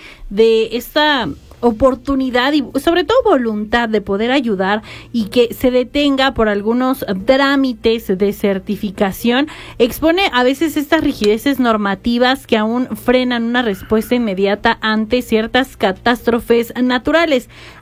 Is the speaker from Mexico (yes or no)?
yes; Mexico